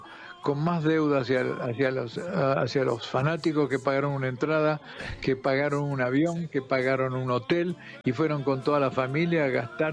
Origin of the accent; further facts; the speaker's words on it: Argentina; y yo, como buen argentino desconfiado, canté un tema